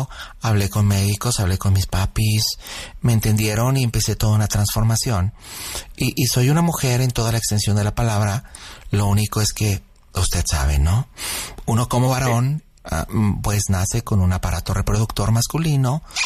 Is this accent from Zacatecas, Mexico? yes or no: no; Sonoita, Sonora, Mexico; born there; yo tengo 26 años y yo nací en Sonoita. Ahí viví hasta los 4.